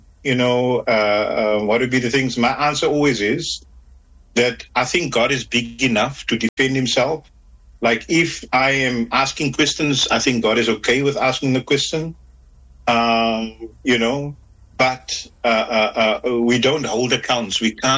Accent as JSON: {"language": "English", "town": "Cape Town", "region": "Western Cape", "country": "South Africa", "tie": "born or raised there", "said": "I'm someone that is born, not born in Menenberg. I'm born on the Cape Flats, but we moved to Menenberg when I was four. So I grew up in this community."}